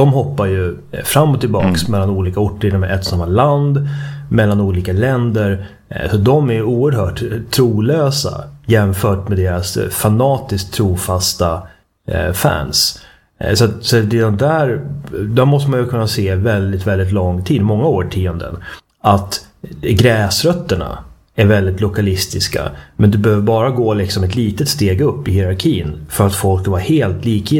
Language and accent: Swedish; Uppsala, Uppsala County, Sweden; moved away; Jag kom ju från Uppsala